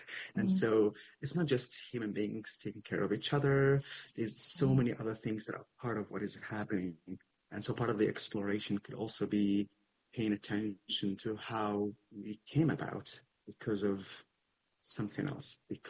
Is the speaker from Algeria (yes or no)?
yes; Tindouf Province, Algeria; growing up in a refugee camp and still living in it